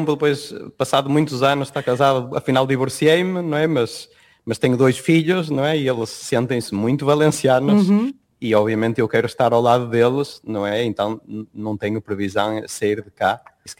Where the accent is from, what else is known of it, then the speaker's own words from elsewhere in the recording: North, Portugal; Eu sou do Norte, então eu de pequeno ia muito à Galiza.